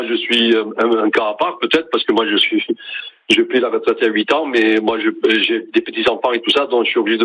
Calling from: Saint-Laurent-de-Cerdans, Occitanie, France; Je suis à Saint-Laurent-de-Cerdan

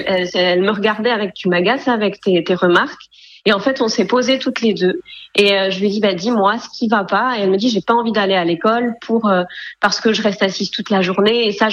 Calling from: Pays de la Loire, France; Alors moi, j'habite en Sarthe, en tout cas pour le moment.

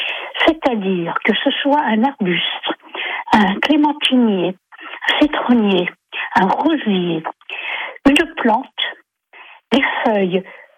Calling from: Meschers-sur-Gironde, Nouvelle-Aquitaine, France; Je vous appelle de Méché.

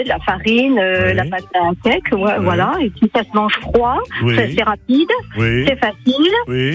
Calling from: Mours-Saint-Eusèbe, Auvergne-Rhône-Alpes, France

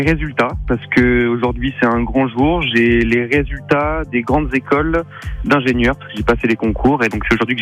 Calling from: Condat-sur-Vienne, Nouvelle-Aquitaine, France; moi je suis de Condat-sur-Vienne.

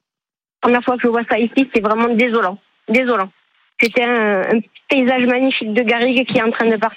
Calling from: Cabrières, Occitanie, France; de Cabrières

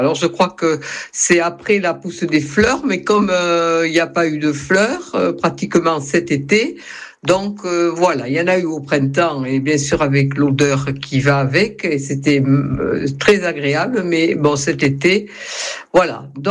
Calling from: Soumoulou, Nouvelle-Aquitaine, France; Bonjour tous les deux … de Soumoulou.

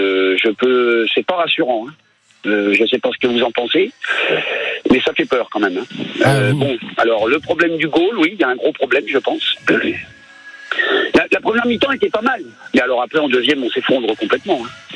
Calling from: Sens, Bourgogne-Franche-Comté, France; j'habite à Sens.

